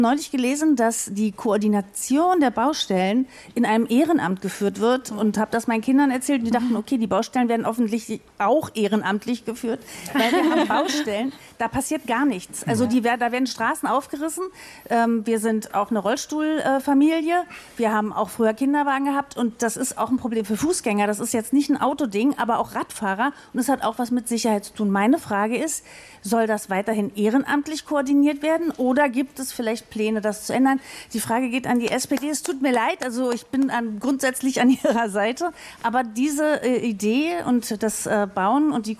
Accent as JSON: {"language": "German", "town": "Schöneberg", "region": "Berlin", "country": "Germany", "said": "ich bin aus Schöneberg"}